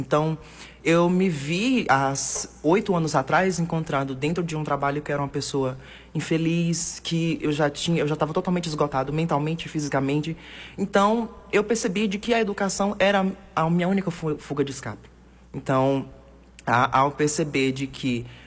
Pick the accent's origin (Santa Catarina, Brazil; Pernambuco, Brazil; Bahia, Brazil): Bahia, Brazil; Bom Jesus da Lapa; moved away as an adult; now in Caetité, Brazil; eu sou natural de Bom Jesus da Lapa, sou da periferia da cidade